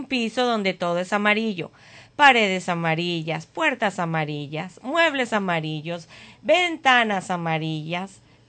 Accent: Mexico; Yo soy muy feliz de poder decir, yo soy mexicana.

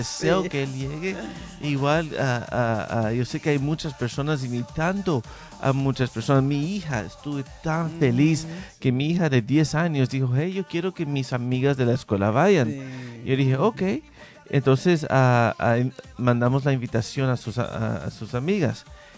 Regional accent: Venezuela; now in Nashville, United States; Yo soy de Venezuela y todos vivimos aquí en Estados Unidos.

